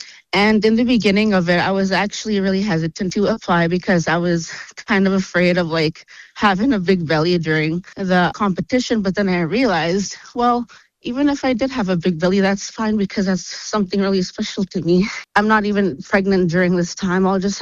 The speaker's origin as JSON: {"language": "English", "town": "Sandy Bay", "region": "Saskatchewan", "country": "Canada", "said": "I'm from Sandy Bay, Saskatchewan."}